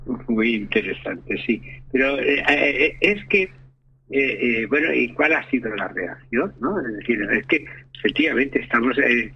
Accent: Tarragona, Catalonia, Spain; now in Almería, Spain; Yo nací en Tarragona, yo soy catalán

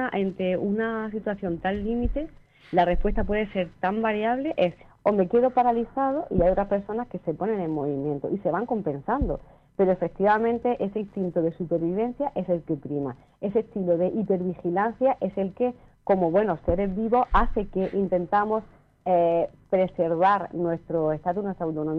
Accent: Vélez-Rubio, Andalusia, Spain; yo soy de Belerrubio, relativamente cerca.

